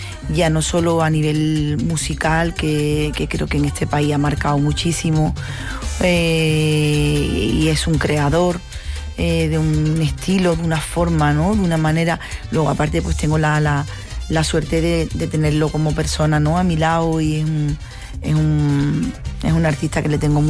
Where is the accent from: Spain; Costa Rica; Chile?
Spain; San Fernando, Andalusia; siempre me lleva a mi tierra, ¿no? Y a mí todo lo que me lleve a mi tierra, todo lo que me lleve a San Fernando, a Cádiz, su provincia en general, todo lo que me lleve ahí, me apetece, ¿no?